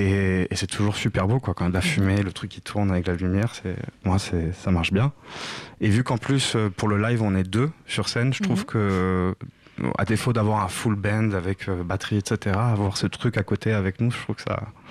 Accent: Morocco; moved away; je viens du Maroc

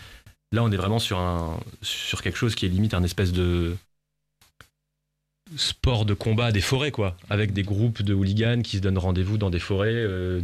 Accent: Metz, Grand Est, France; Moi, je suis originaire de Metz.

